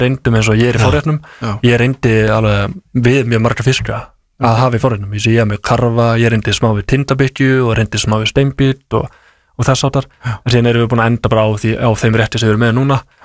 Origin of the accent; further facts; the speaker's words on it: Suðureyri, Westfjords, Iceland; ég ólst upp á Suðureyri við Súgandafjörð.